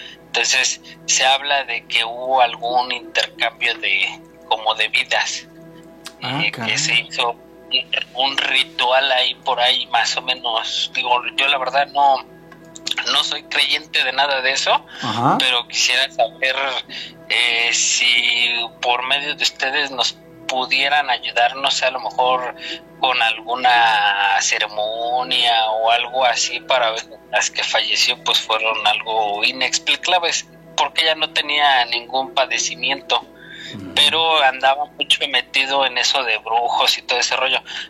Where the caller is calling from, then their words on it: State of Mexico, Mexico; Desde el Estado de México.